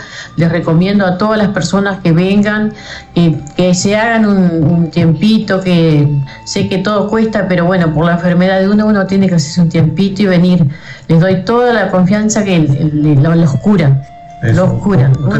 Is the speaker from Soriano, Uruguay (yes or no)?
no; Villa Constitución, Salto, Uruguay